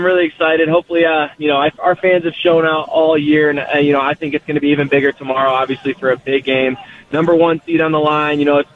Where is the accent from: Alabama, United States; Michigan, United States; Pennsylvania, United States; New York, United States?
Michigan, United States; I'm from Michigan, born and raised. Born and raised outside of the Metro Detroit area.